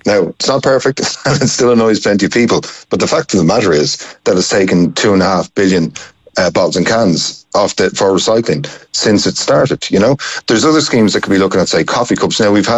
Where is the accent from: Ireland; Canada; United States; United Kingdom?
Ireland; Dublin, Leinster; I'm from Dublin, lived here my whole life, well, most of my life